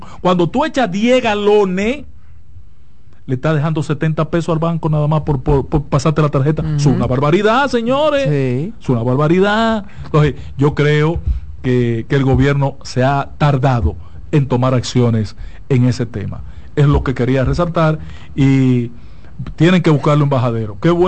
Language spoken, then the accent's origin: Spanish; Santiago de los Caballeros, Santiago, Dominican Republic; also born or lived in Barahona; Pedernales, mi región del sur, donde nací en Barahona, este santiaguero nacido en Barahona.